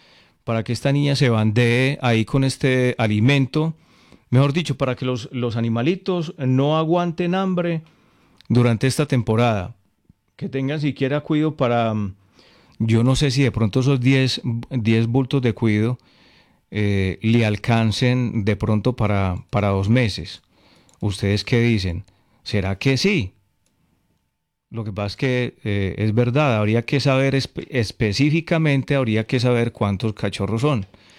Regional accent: Concordia, Antioquia, Colombia; Vamos a estar en el Día de la Antioqueñidad en mi pueblo, Concordia.

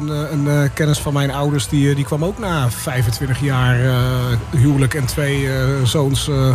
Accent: Netherlands; Maar wij komen niet uit Amerika. Wij komen uit Nederland.

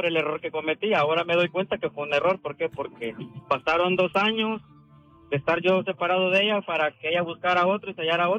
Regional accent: Honduras; moved away as an adult; now in Mexico; Pues yo llegué a México, yo soy de Honduras, de hecho, soy de Honduras. Llegué a México en el 2017.

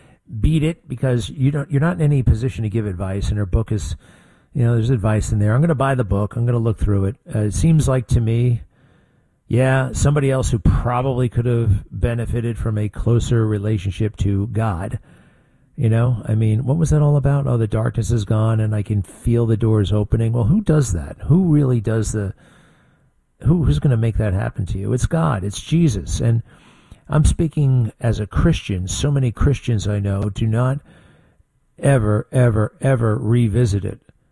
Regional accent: Garden City, New York, United States; born or raised there

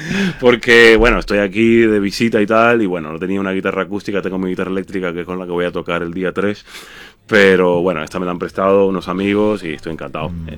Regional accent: Cuba; yo tengo esas raíces cubano, afrocubanas y afroamericanas

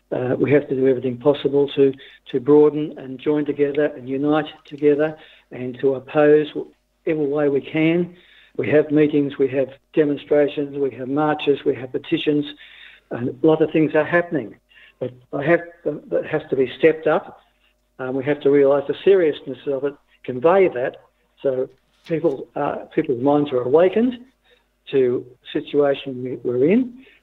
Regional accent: Australia; But, I'm an Australian. This is my country.

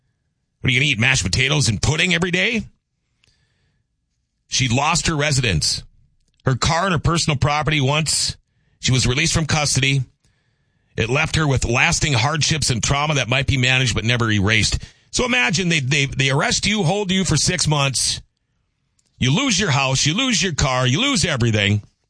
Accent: Crookston, Minnesota, United States; born there; also born or lived in Thief River Falls, Minnesota; I was born in Crookston. I moved to Thief River Falls in fifth grade when my parents got divorced.

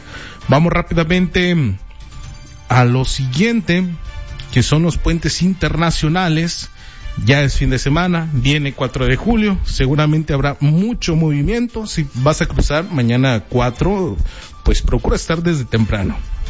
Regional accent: Mexico; muchos somos pues originarios de México, de Latinoamérica

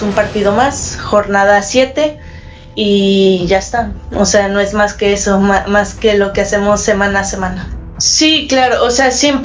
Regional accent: Mexico

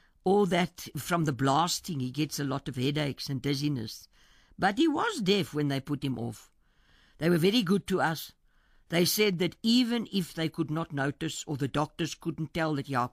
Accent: Standerton, Mpumalanga, South Africa; You see, we came from Standerton. Yeah, it's far away.

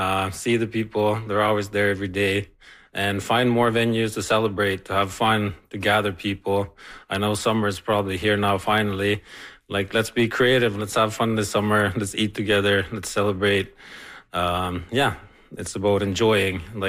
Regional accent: Norway; Yeah, so just like here, Norway is a northern country, an Arctic country, and my hometown is about the same latitude as the Kajuit, so we have the same sun.

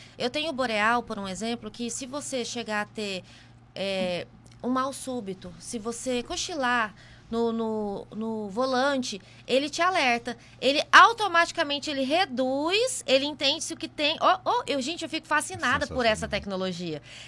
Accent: Mato Grosso, Brazil; moved away; E eu vim para a cidade litorânea, eu sou lá do Mato Grosso

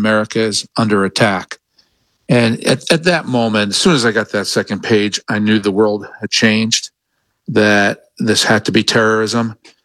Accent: New York City, New York, United States; I mean, I'm a New Yorker, and my family lost people, not my family members, but my parents lost people that they knew.

